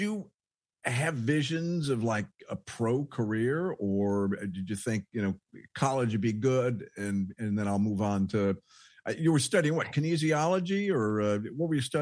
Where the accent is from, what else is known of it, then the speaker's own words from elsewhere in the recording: Connecticut, United States; when I was growing up in Connecticut